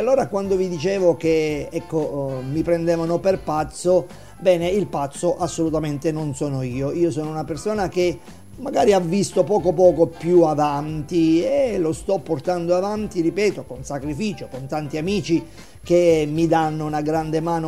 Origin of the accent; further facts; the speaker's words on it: Maratea, Basilicata, Italy; born there; moved away as an adult; now in Potenza, Italy; nella città dove sono nato, a Maratea. Adesso sapete, penso proprio di sì, se non lo sapete lo ripeto, sono 4-5 mesi, ecco, che sono nella città di Potenza